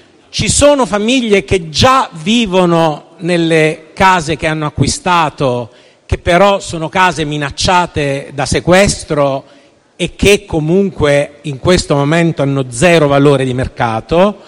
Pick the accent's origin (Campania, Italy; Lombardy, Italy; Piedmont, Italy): Lombardy, Italy; Milan; io da milanese